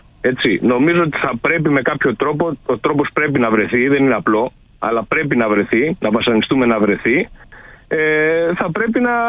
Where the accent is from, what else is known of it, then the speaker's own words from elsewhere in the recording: Xylokastro, Peloponnese, Greece; η πατρίδα μου, Ηρακλής Ξυλοκάστρου.